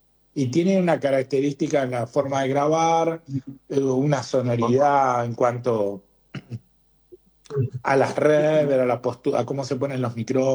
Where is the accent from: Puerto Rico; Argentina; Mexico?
Argentina; Caseros, Buenos Aires Province; Mirá que yo viví en Caseros. Yo me crié en Caseros.